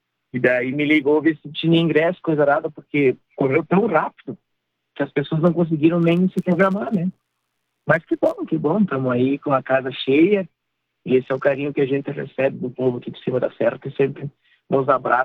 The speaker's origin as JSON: {"language": "Portuguese", "town": "Vista Alegre do Prata", "region": "Rio Grande do Sul", "country": "Brazil"}